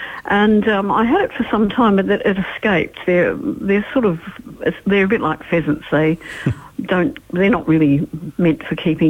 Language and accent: English; Dorking, South East England, United Kingdom; I come from the English town of Dorking in England